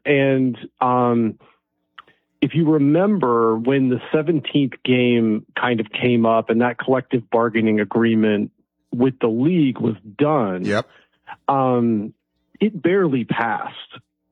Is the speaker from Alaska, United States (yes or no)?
yes; Alaska, United States; Like, I grew up in Alaska.